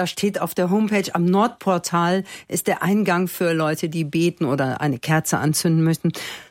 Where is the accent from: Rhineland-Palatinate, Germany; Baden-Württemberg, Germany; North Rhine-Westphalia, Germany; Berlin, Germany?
North Rhine-Westphalia, Germany; Cologne; wie lange ich eigentlich schon auch als Kölnerin nicht mehr so zum Besichtigen